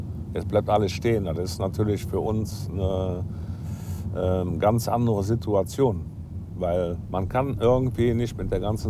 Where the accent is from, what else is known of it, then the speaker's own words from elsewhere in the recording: Kainberg, Germany; Tja, meine alte Heimat.